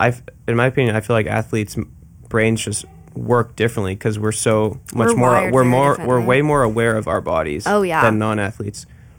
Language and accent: English; Florida, United States; growing up in Florida